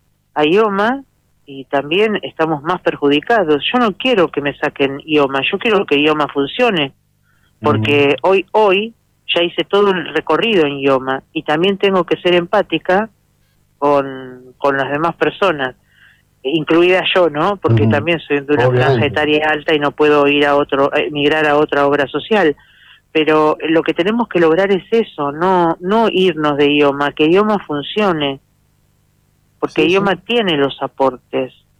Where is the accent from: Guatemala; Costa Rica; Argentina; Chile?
Argentina; Merlo, Buenos Aires Province; moved away as an adult; now in Mar del Plata, Argentina; yo soy oriunda de Merlo y tengo mi familia acá.